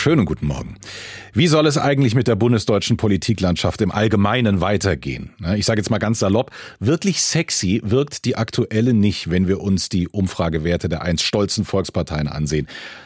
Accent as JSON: {"language": "German", "country": "Germany", "said": "wir als Deutsche"}